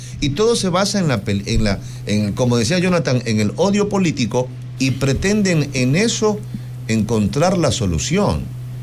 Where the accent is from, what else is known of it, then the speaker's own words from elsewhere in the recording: Ecuador; Y ahí también estamos nosotros los ecuatorianos.